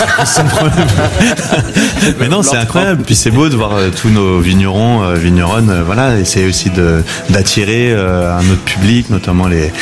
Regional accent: Saint-Étienne, Auvergne-Rhône-Alpes, France; En tant que stéphanois aussi.

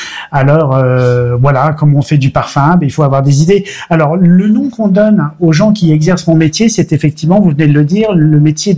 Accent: Toulon, Provence-Alpes-Côte d'Azur, France; now in Namur, Belgium; j'ai une enfance plutôt française, je suis né à Toulon, et comme vous venez de le dire, mon père était sous-marinier, et comme vous venez de le dire, mes origines sont bretonnes.

